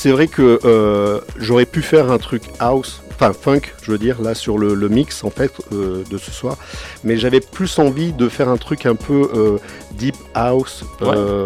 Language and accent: French; Grenoble, Auvergne-Rhône-Alpes, France; De Grenoble. Yes. Moi, je viens de Grenoble.